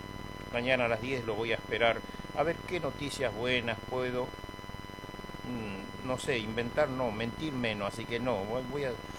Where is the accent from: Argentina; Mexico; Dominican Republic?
Argentina; Presidencia de la Plaza, Chaco; Presidencia de la Plaza, mi pueblo Chaco también.